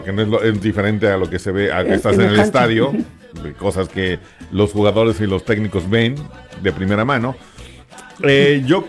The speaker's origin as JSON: {"language": "Spanish", "country": "Argentina", "said": "los otros argentinos Vivimos para el fútbol."}